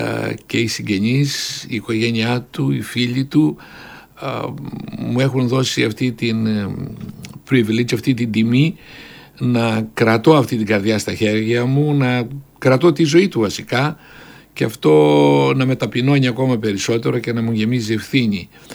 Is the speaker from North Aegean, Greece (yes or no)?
yes; Polichnitos, North Aegean, Greece; Γεννήθηκα λοιπόν στο Πολυχνίτο της Λέσβου. Έκανα εκεί τα μαθητικά μου χρόνια, τα γυμνασιακά.